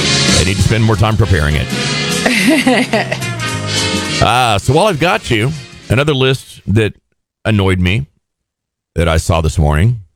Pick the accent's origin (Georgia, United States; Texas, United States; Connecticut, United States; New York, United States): Texas, United States; Austin; born there; also born or lived in Pearsall, Texas; And we lived in Austin several different times. I grew up in Austin for a part of it and then moved to Pearsall to a small town and then came back and it was a big city.